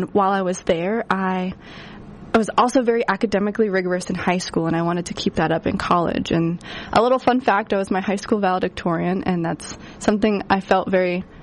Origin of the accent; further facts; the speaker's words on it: Tucson, Arizona, United States; born there; also born or lived in Orange County, California / San Diego, California; So I grew up, I was born in Orange County and grew up from when I was born until about fourth grade in San Diego, actually. And my family, my mom and dad, it was just the three of us. We moved to Tucson, Arizona when I was in fifth grade.